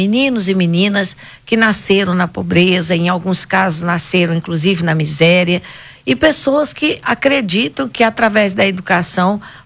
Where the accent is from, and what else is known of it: Rondônia, Brazil; born there; also born or lived in Paraná